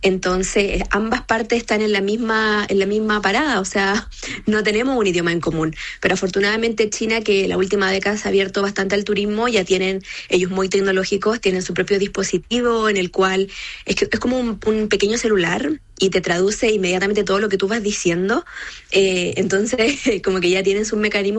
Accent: Chile; moved away; also born or lived in New Zealand / Denmark / Germany / Austria; Salí de Chile en el año 2017, estuve viviendo en Nueva Zelanda 5 años, luego me fui a Europa, viví en Dinamarca, Alemania y Austria

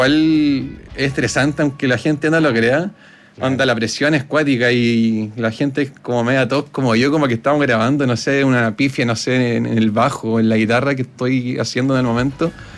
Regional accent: Machalí, O'Higgins, Chile; also born or lived in Rancagua; yo soy de la sexta región, de Machalí.

